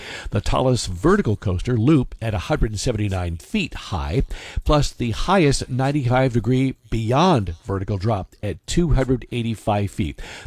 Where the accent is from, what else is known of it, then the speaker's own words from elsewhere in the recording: Little Rock, Arkansas, United States; We were kids growing up in Little Rock.